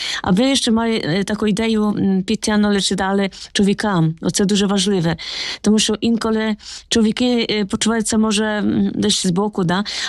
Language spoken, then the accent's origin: Ukrainian; Poland; Окрім цього, я сама з Польщі родом, так? І у нас в Польщі часто є такі розалі для чоловіків